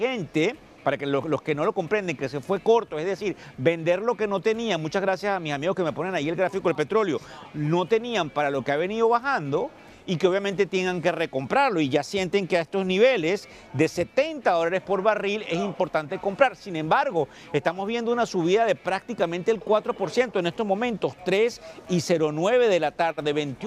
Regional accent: Venezuela; recuérdense que yo soy venezolano

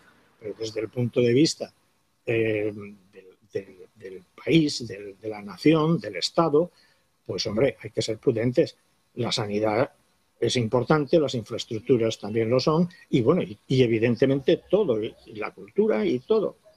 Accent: Spain; antes soy militar, pero soy español y tengo que prever primero los intereses de España

